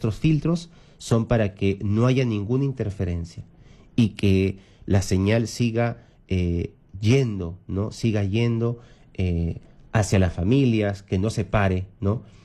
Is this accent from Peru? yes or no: yes; Peru; nosotros como peruanos